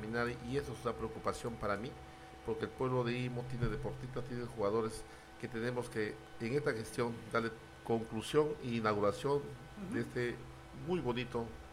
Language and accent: Spanish; Íllimo, Lambayeque, Peru